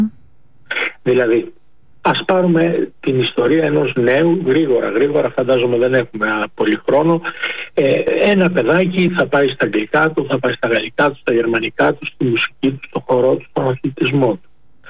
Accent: Crete, Greece; επειδή είμαι κριτικός. Είμαστε από τη Λεβεντογέννα.

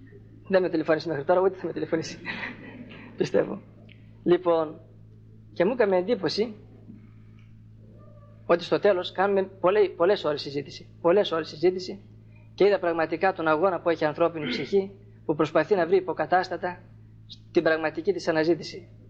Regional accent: Thessaly, Greece; γιατί εμείς οι Θεσσαλοί, γιατί είναι και πατριώτης μου, είμαι Θεσσαλός.

